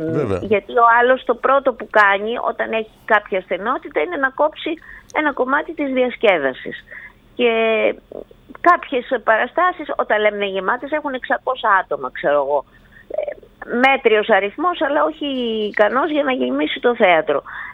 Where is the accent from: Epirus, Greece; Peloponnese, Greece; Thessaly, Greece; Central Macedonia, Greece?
Thessaly, Greece; Kissos; το χωριό μου, Κισός, στο Πύλιο.